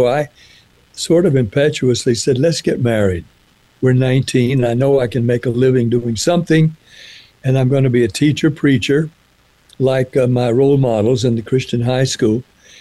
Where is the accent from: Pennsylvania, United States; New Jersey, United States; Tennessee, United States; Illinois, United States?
Tennessee, United States; Nashville; also born or lived in Jacksonville, Florida; We had relatives in Florida, Jacksonville, where I was born in Jacksonville, raised in Nashville.